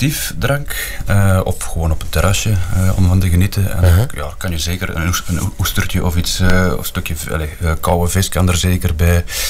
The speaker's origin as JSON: {"language": "Dutch", "region": "Flanders", "country": "Belgium", "said": "Dus ik ben zelf van het Waasland en we produceren dan in Aalst bij de Moor, dus ja."}